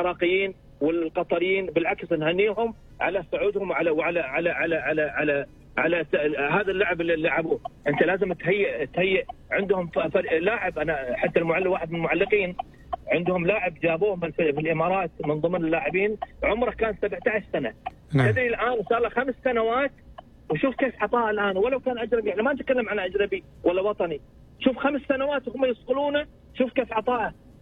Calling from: Oman; أمنيتي أنا كعماني

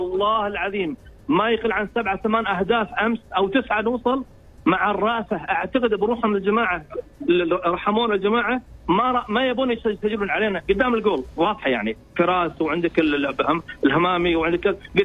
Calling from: Oman; إحنا كمواطنين عمانيين

